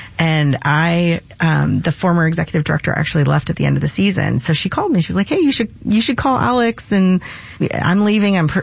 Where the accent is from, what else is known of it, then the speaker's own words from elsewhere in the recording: Canada; also born or lived in United States; My family's in Canada. I grew up in Canada.